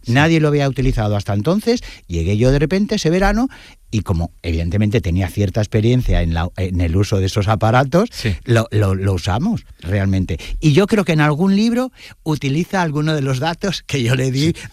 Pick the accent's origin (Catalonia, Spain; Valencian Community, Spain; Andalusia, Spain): Andalusia, Spain; Jaén; born there; Mira, mi familia es de Jaén. Yo soy yo nací en Jaén, además hay un cuento que no está incluido aquí, en un barrio que se llamaba el barrio de La Guita. El barrio de La Guita es un barrio muy modesto de Jaén